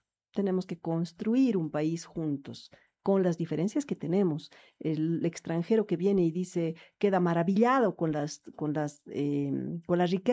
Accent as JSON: {"language": "Spanish", "country": "Bolivia", "said": "muy pocos, pero todos somos bolivianos. Entonces hay que construir un país entre todos juntos."}